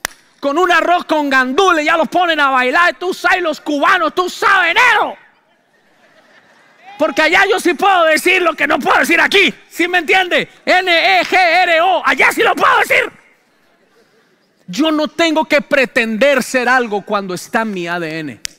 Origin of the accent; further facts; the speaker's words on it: Colombia; moved away; fui a mi tierra de Colombia. Mi tierra yo no es Bogotá. Aunque todo el mundo dice, nació en Bogotá, Bogotá es la ciudad. Pero yo vengo del campo, de allá de las vacas.